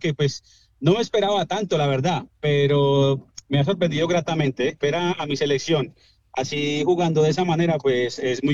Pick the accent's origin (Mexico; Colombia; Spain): Colombia; que nos ilusiona a todos como colombianos